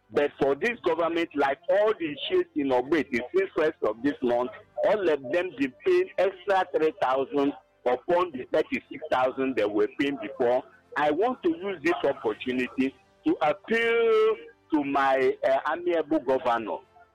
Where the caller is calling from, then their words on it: Enugu, Enugu State, Nigeria; I'm calling from Enugu.